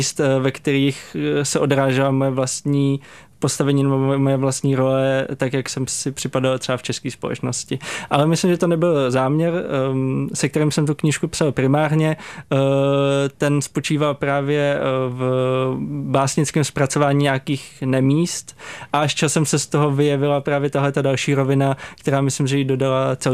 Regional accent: Jablonec nad Nisou, Liberec Region, Czechia; Asi úplně na začátku bylo to, že jsem vyrůstal v Jablonci nad Nisou, což je hezký město, hezké místo, rád se tam vracím

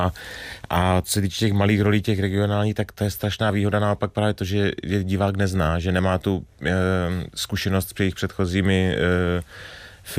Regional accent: Moravia, Czechia; moved away; jak jsem z Moravy, tak je prostě, a jezdím k rodičům domů

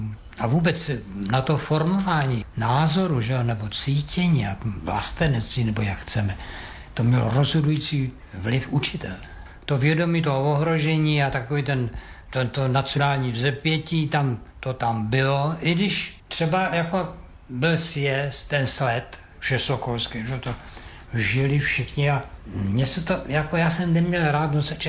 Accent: Ervěnice, Ústí nad Labem Region, Czechia; also born or lived in Most; No, já jsem původem teda z Mostu. Narodil jsem se v Mostu, na to si příliš nepamatuju. Takový ranní mládí bylo spíš v Ervěnicích, ty už snad ani neexistují, že jo.

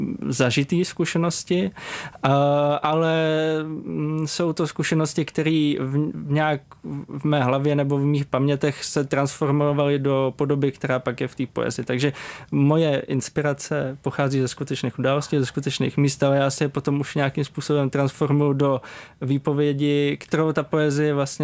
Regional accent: Jablonec nad Nisou, Liberec Region, Czechia; Asi úplně na začátku bylo to, že jsem vyrůstal v Jablonci nad Nisou, což je hezké město, rád se tam vracím

